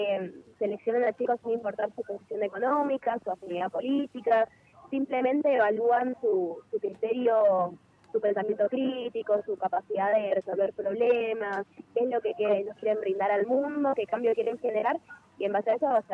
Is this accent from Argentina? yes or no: yes; Argentina; esas son unas de las problemáticas que yo veo como sociedad argentina, como juventud argentina que estamos atravesando en este momento